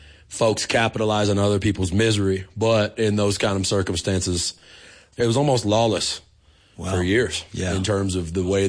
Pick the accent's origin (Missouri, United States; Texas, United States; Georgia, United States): Texas, United States; born there; also born or lived in Paris, France; I was born in Texas, but, you know, I say I came to life on the street in Paris, France, man.